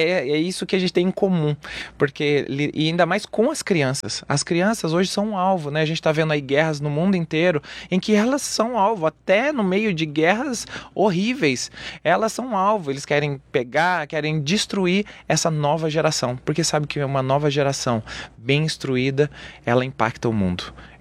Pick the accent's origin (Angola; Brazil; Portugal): Brazil; Maringá, Paraná; moved away as an adult; now in São Paulo, Brazil; meus pais, que ainda são vivos, moram em Maringá. Eu sou maringaense, sou do Paraná, gente, pé vermelho. Sou maringaense